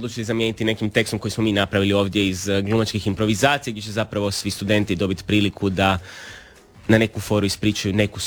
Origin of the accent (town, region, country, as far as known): Croatia